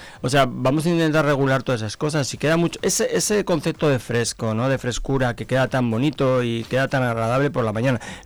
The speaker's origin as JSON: {"language": "Spanish", "town": "Pamplona", "region": "Navarre", "country": "Spain", "moved": "yes", "lives_now": "Zamora, Spain", "said": "como soy de Pamplona, aunque llevo aquí, ya soy zamorano."}